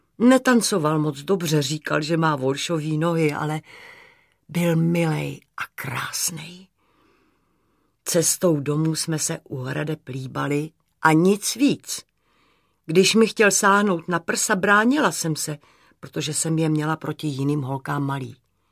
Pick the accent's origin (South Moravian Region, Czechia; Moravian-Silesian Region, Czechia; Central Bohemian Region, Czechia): Central Bohemian Region, Czechia; Nymburk; Já jsem vyrostla v Nymburce. Nymburk byl železniční uzel. Kdo nebyl zaměstnaný u dráhy, byl podezřelej.